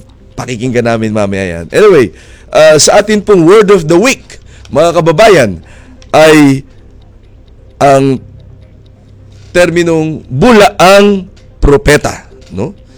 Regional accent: Pasig, Metro Manila, Philippines; sa bayan namin sa Pasig

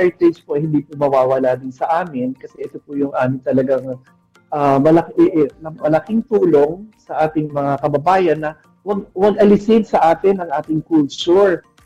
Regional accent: Quezon Province, Calabarzon, Philippines; dito sa amin sa Quezon

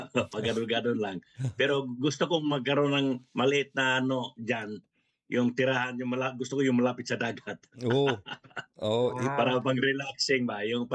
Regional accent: Tangub City, Northern Mindanao, Philippines; moved away as an adult; also born or lived in Cebu; now in Ireland; Okay, so ako naman, sir, ay talagang from Mindanao din, from Tangub City. I was born there in Tangub City. Then after I graduated high school, naglipat ako sa Cebu kasi doon ako sa mga tiyahin ko, doon ako nag-aral.

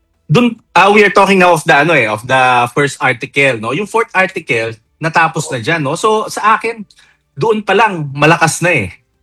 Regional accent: Cavite, Philippines; Tagalog ako eh. Cabiteño.

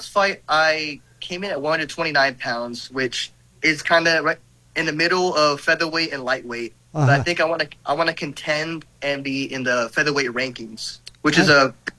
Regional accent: Philippines; also born or lived in Korea; now in United States; So I was born in Korea. Because my father was in the military, but I was raised in the Philippines for 4 years before I moved to the U.S.

